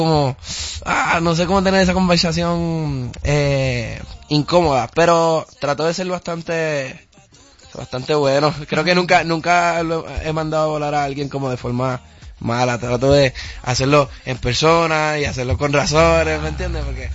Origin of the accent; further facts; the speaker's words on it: Puerto Rico; now in Mexico; Estoy en México. Estoy en México. Pero soy boricua